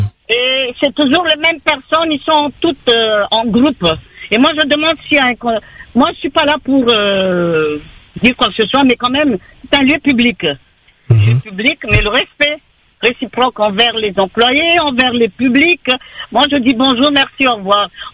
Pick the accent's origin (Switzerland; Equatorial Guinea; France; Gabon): France; J'ai ma carte d'identité française, moi. Je suis française, rentrée à La Réunion.